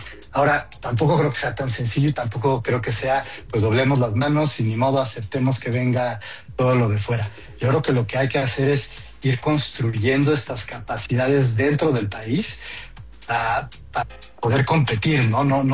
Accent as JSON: {"language": "Spanish", "country": "Mexico", "said": "sino por tener soluciones que también sean mejores para nosotros como mexicanos."}